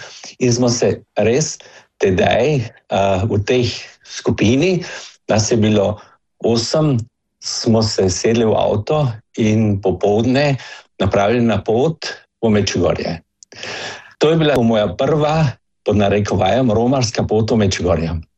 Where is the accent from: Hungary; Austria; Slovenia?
Austria; Carinthia; Jaz sem rojen na Koroškem, sem koroški Slovenc.